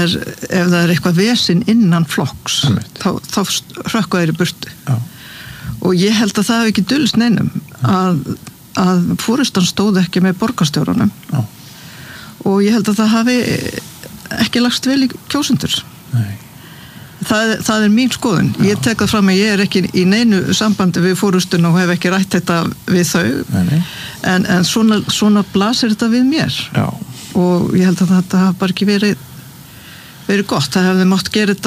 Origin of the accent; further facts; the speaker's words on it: Suðurnesjabær, Southern Peninsula, Iceland; að samfylkingin vann sigur í Suðurnesjabæ, mínum heimabæ 34%